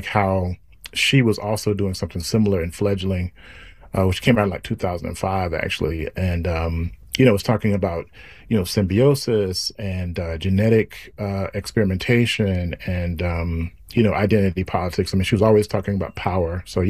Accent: Mississippi, United States; you know, I'm from Mississippi, and I grew up with the blues

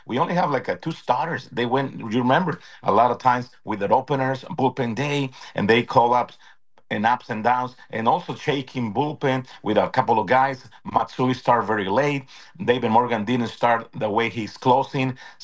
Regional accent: Tijuana, Baja California, Mexico; now in San Diego, United States; And of course, south of the border, I'm originally from Tijuana.

